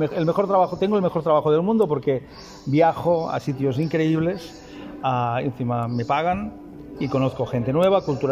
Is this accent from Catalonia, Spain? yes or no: yes; Barcelona, Catalonia, Spain; Bueno, yo soy un chef de Barcelona que me dedico a promocionar la gastronomía española por todo el mundo.